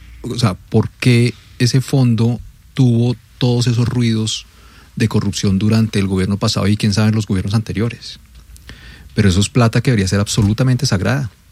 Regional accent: Colombia; nosotros deberíamos como colombianos

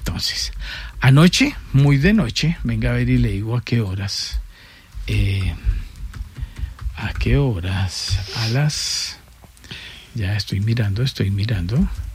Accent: Pereira, Risaralda, Colombia; Bueno, yo no soy Rolos, yo soy Pereira.

